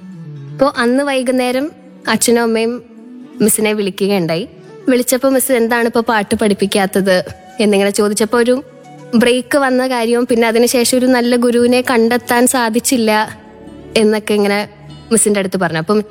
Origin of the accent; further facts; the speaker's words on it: Tripunithura, Kerala, India; Ernakulam Tripunithura സ്വദേശിനിയാണ്.